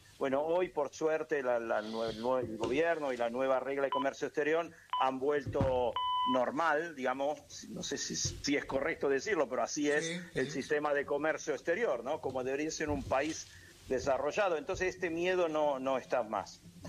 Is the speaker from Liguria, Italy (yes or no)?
no; Lombardy, Italy; Yo soy del lago de Como. Así que estoy para allá arriba, casi Suiza.